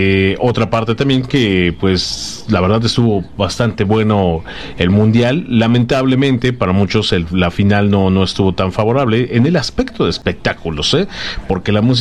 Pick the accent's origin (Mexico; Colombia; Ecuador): Mexico